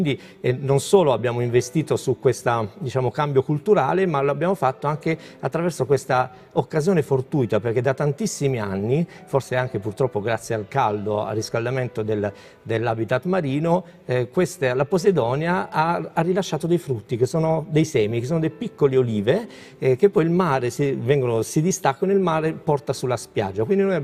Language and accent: Italian; Basilicata, Italy; now in Bari, Italy; Sono lucano